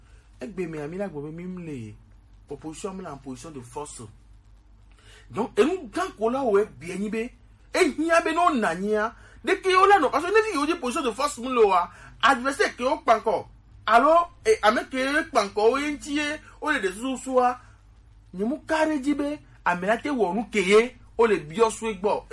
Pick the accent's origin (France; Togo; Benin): Togo; born there; Je suis né au Togo, je suis désolé de le dire, il faut avoir le courage de le dire.